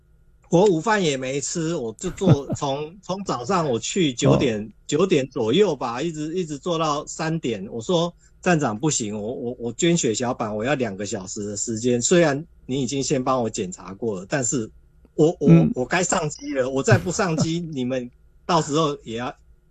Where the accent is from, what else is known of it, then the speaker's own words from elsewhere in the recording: Taiwan; 我们台湾人其实真的很热心